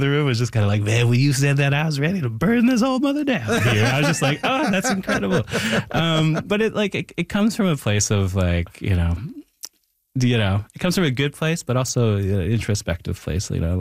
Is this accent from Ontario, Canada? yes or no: yes; Thunder Bay, Ontario, Canada; And I bring that back even to growing up in Thunder Bay where, like, you know, it There is like, you know, a lot of tensions between the Indigenous and non-Indigenous communities up there.